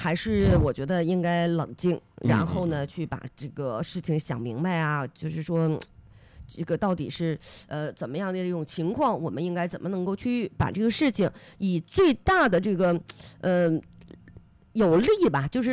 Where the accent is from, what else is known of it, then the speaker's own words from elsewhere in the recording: Northeast China, China; 说咱们东北人这个热情热心，